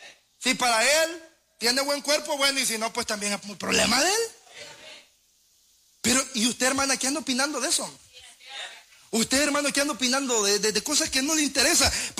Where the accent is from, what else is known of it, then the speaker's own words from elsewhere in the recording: El Salvador; Así como nosotros, que no somos nativos propios del Salvador, no somos.